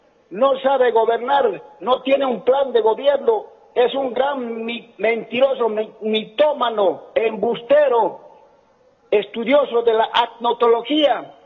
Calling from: Bolivia; aquí en Bolivia

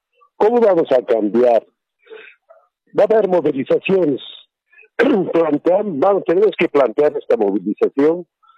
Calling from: Bolivia

